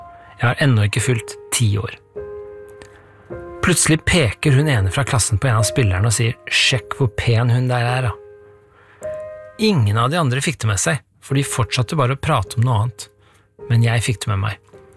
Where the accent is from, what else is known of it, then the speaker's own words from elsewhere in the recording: Vormsund, Akershus, Norway; hjemme I Vormsund der jeg vokste opp. En drøy halvtimes kjøring nordøst for Oslo.